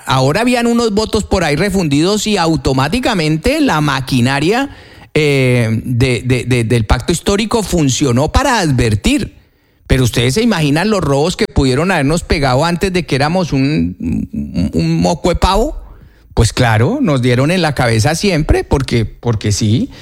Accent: Colombia; yo lo que sí sé como colombiano

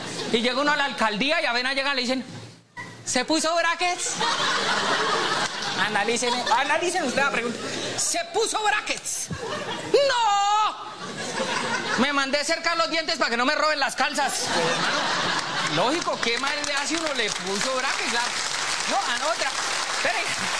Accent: Santander, Colombia; soy santandereano

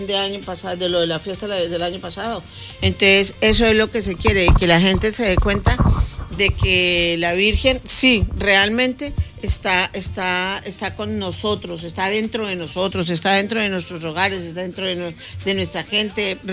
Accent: Colombia; moved away; yo soy colombiana.

